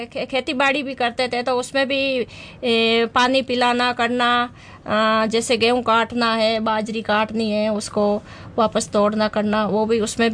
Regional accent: Rajasthan, India; moved away as an adult; now in Mount Abu, India; मैंने 11th 12th Raniwara से की थी, तो हमारे गांव से रानीवाड़ा में

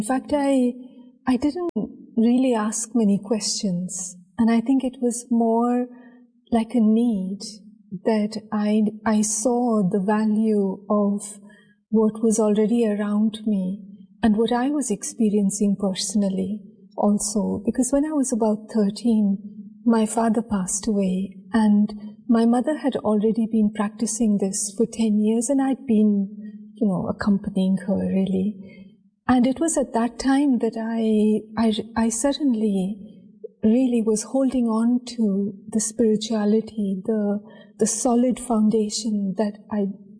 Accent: Delhi, India; So I think in my early years, it was really, I guess as a child, I would accompany my mother to the Brahma Kumari Center

